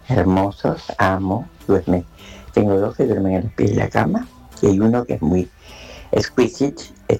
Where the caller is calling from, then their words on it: Wilde, Buenos Aires Province, Argentina; de Wilde.